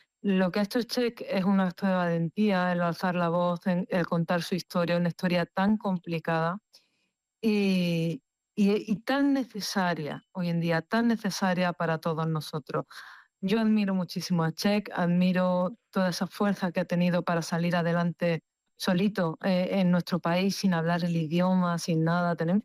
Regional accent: Granada, Andalusia, Spain; yo soy de Granada … no hace falta ser filólogo para saber de dónde viene el apellido.

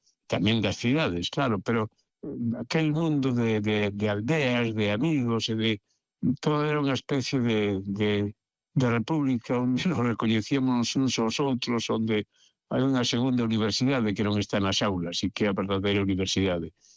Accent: Pontevedra, Galicia, Spain; inda que son pontevedrés, non era pontevedrés de vivir no centro da vila, non? Entón, claro, a nós, como eu digo sempre, respecto do galego, educáronos en castelán.

